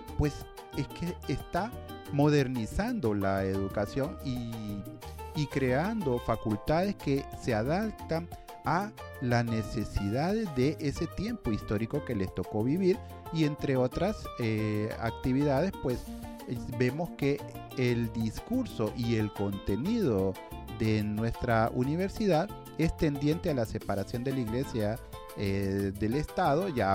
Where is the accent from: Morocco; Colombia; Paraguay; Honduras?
Honduras; como ciudadanas y ciudadanos de este hermoso país que es Honduras